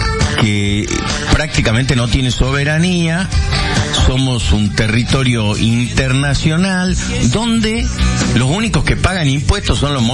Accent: Argentina; como argentino pagas impuestos.

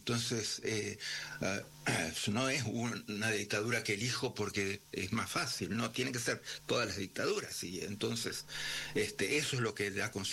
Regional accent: Uruguay; moved away as an adult; vuelvo al Uruguay porque soy uruguayo

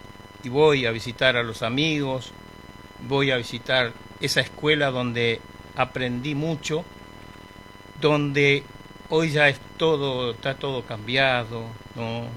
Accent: Buenos Aires, Argentina; born there; Y yo soy hijo de esa tierra, por lo tanto, siempre tengo, ¿no? Esa nostalgia aunque yo me crié en Buenos Aires, tengo que decirlo por una razón obvia, ¿no? Y que mi madre me llevó a Buenos Aires

